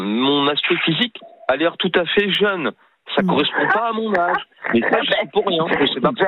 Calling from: Brittany, France; moi, je suis un voyageur, mais je suis en Bretagne. Mais pas toujours en Bretagne.

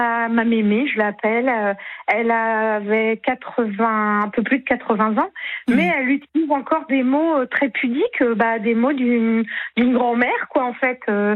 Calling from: Le Mans, Pays de la Loire, France; j'habite au Mans, donc voilà, on est aux alentours du Mans.

